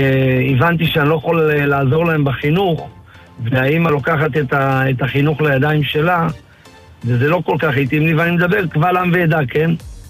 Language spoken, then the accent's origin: Hebrew; Haifa District, Israel; אמנם אני באתי מהכרמל, באתי משפחה מאוד עשירה, אבל כסף לא סינבר אותי.